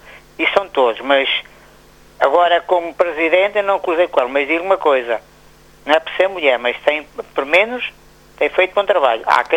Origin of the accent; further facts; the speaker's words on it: Condeixa-a-Nova, Centro, Portugal; Aqui da freguesia, onde eu estou, da minha terra, é uma mulher, a Marta Ferro, da Câmara de Condeixa.